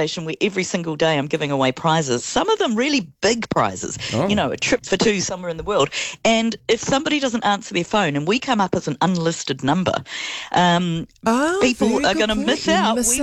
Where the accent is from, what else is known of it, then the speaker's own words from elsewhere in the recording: England, United Kingdom; now in New Zealand; because I'm white and my origins aren't so easy to define. And I doubt even if I did tell Winston Peters that I'm from England, that he would tell me to head back there. I'm a Kiwi just as much as Lawrence Zunan is.